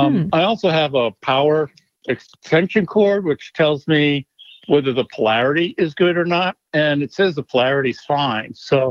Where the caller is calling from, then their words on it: Anchorage, Alaska, United States; I'm calling from Alaska, Anchorage.